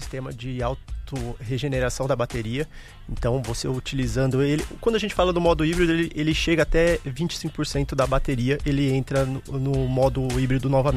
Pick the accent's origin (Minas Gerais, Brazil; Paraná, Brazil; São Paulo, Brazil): São Paulo, Brazil; eu sou do interior de São Paulo também